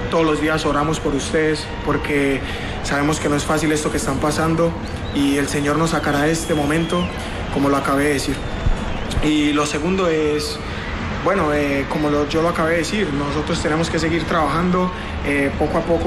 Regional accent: Colombia; somos colombianos y eso es lo que nos mantiene vivo a nosotros.

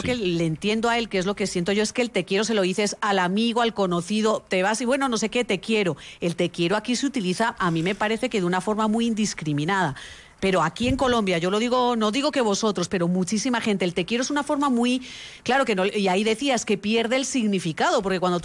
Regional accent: Spain

